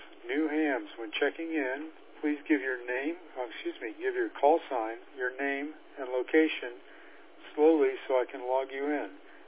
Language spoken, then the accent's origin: English; Austin, Texas, United States; moved away; I grew up in Austin, and I've never heard of Woodway